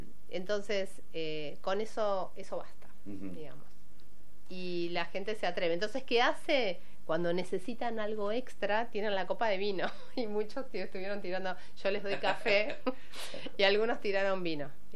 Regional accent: Buenos Aires Province, Argentina; Este es el barrio donde yo nací, fui a la escuela 84, fui abanderada de la escuela 84, y al jardincito que está por acá.

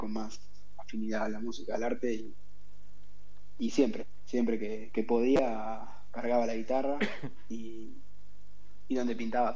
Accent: Chacabuco, Buenos Aires Province, Argentina; yo soy de Chacabuco, y por ahí con mis amigos de mi grupo de amigos de Chacabuco, de la secundaria, digamos, siguen siendo mi grupo de amigos

